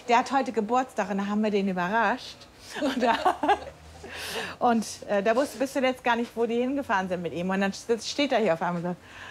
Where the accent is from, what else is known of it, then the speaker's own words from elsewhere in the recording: Hameln, Lower Saxony, Germany; also born or lived in Hanover; Ja, ich bin von Hannover und ja, nee, ich bin aber noch weiter. Ich bin von Hameln